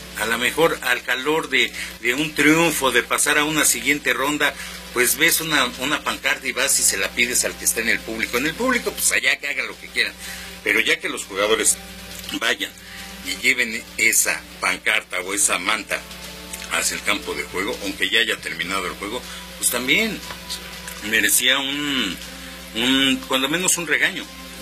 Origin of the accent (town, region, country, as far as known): Mexico